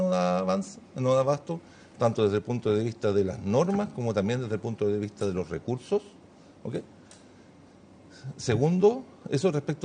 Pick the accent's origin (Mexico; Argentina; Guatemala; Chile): Chile